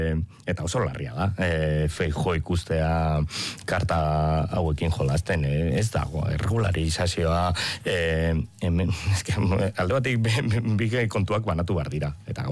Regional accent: Basque Country, Spain; Sortez edo zoritxarrez, ni bizkaitarra naiz

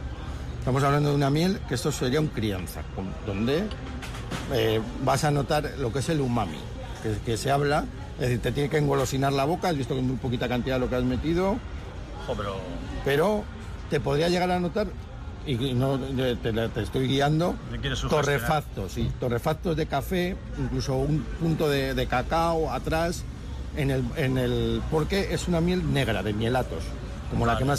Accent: Legutiano, Basque Country, Spain; Hola, buenas. … de Villarreal, de Legutiano.

